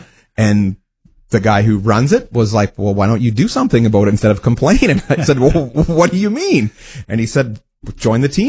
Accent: Wawota, Saskatchewan, Canada; growing up in Wawota, Saskatchewan. So I grew up in the southeast

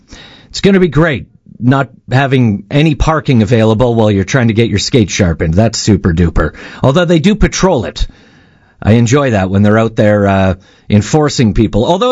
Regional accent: Alberta, Canada; Listen, I love Chinook Center. I grew up near Chinook Center. That was my mall of choice.

